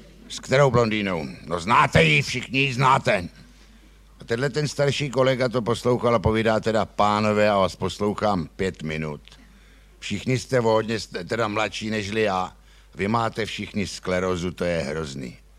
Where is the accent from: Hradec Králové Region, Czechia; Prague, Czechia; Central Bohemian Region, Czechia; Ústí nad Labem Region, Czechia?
Prague, Czechia; Rozdíl mezi tím Žižkovem a jinýma čtvrtěma je opravdu velice podstatný, to je každý ví, protože kdo vyrost na Žižkově, tak na tom Žižkově to je skutečně úplně je to něco jiného.